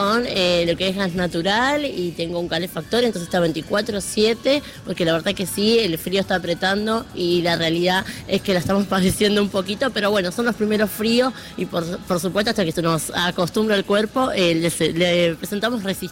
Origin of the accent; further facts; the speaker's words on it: Rosario, Santa Fe, Argentina; soy de Rosario, y para afrontar este frío me pongo, sí o sí, como primera prenda, una camiseta térmica